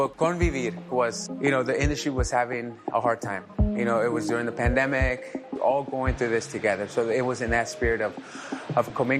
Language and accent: English; United States; I was neglecting my roots and my culture. And I really felt like I didn't know much about it just growing up in the States.